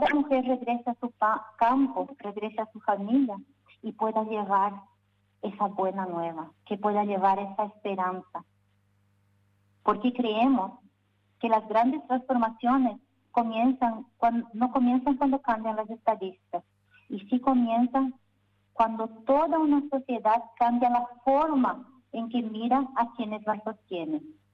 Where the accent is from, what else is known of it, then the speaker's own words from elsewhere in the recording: Paraguay; somos paraguayas